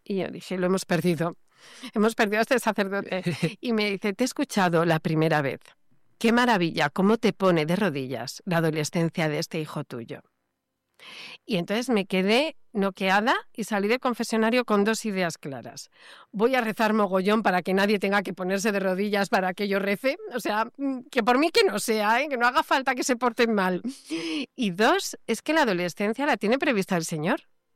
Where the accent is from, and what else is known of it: Spain